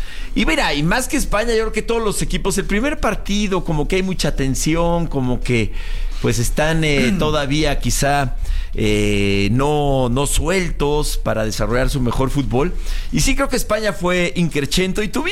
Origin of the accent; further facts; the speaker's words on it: Mexico; born there; No, yo soy mexicano.